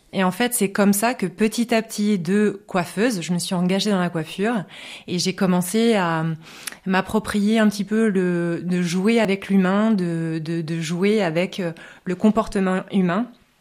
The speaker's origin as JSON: {"language": "French", "town": "Bayeux", "region": "Normandy", "country": "France", "tie": "born or raised there", "moved": "as an adult", "said": "Tout à fait, je suis née à Bayeux, je suis une vraie bajocasse."}